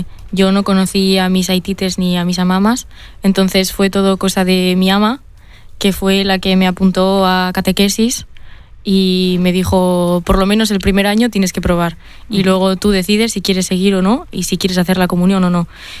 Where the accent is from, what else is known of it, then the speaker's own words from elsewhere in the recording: Berriz, Basque Country, Spain; desde muy pequeña estoy en grupo parroquial en mi pueblo, en Berriz.